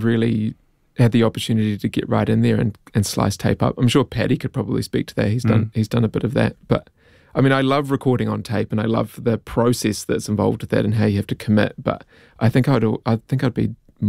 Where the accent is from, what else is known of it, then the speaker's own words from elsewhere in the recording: Dunedin, Otago, New Zealand; I'm from Dunedin